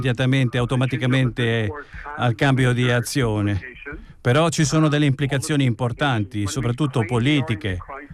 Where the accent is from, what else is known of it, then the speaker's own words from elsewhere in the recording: Iran; Italian is a second language; now in Italy; Io parlavo del mio paese, l'Iran, dove il problema dell'acqua risaliva a 50 anni fa.